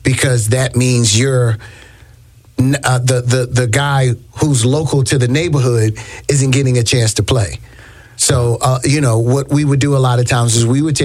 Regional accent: Philadelphia, Pennsylvania, United States; You know, I think growing up in West Philly, we would have a lot of block parties.

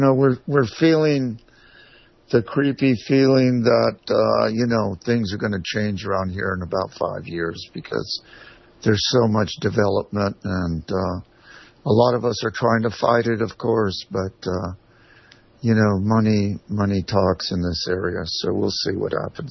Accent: Huntington Beach, California, United States; also born or lived in San Antonio, Texas / Hollywood, California; now in Austin, United States; 1957, so I was 6 years old, and we went to Southern California, and I grew up in a little town called Huntington Beach, California

